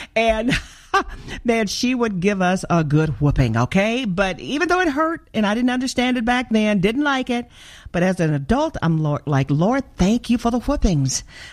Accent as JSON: {"language": "English", "region": "Arkansas", "country": "United States", "tie": "born or raised there", "said": "Listening to Dr. Mark Jobe made me think about growing up in Arkansas, you know, and I thank God for the discipline my mom gave us."}